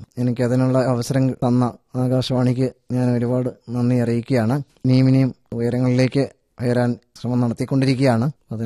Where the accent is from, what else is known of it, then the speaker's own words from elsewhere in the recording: Kottayam district, Kerala, India; born there; ഞാൻ പഠിച്ചത് കോട്ടയം ജില്ലയിലെ കാഞ്ഞിരപ്പള്ളിക്ക് അടുത്തുള്ള കളകെട്ടി SSC അന്ധവിദ്യാലയത്തിലാണ്.